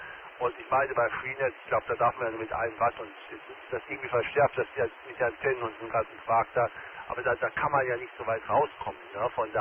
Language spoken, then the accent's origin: German; North Rhine-Westphalia, Germany; weil ich komme aus der Nähe von Paderborn.